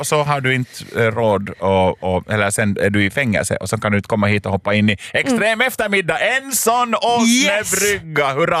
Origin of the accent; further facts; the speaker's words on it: Finland; Min hemby heter Linkoski